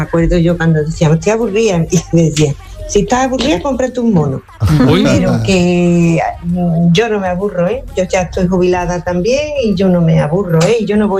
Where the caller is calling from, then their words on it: Córdoba, Andalusia, Spain; días, mire … de Córdoba.